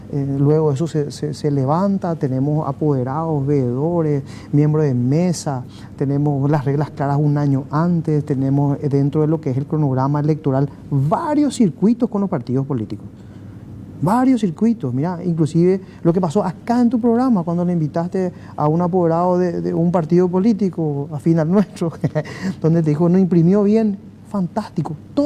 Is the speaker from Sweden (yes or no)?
no; Paraguay